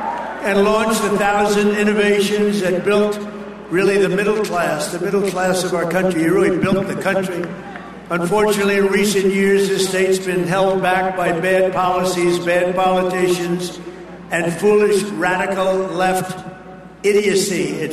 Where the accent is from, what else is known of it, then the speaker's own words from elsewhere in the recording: New York, United States; So I was born and raised in New York State, and my heart has always been here.